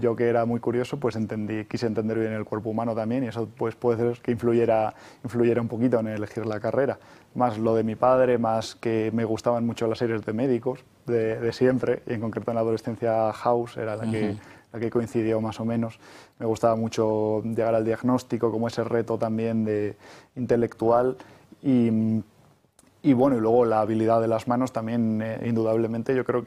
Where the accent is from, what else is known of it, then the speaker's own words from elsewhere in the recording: Eibar, Basque Country, Spain; ¿Sabes qué dicen de los de Eibar? Que somos como los de Bilbao, pero incluso un poco más.